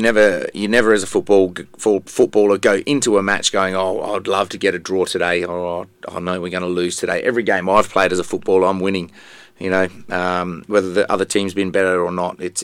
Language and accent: English; Australia; being an Australian